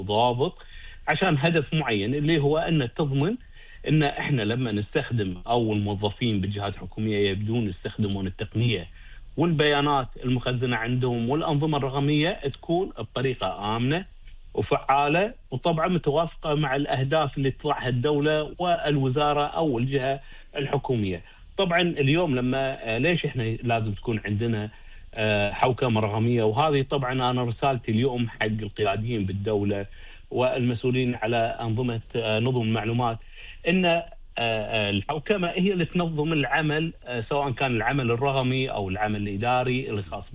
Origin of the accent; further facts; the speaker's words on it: Kuwait; إحنا كمواطنين كويتيين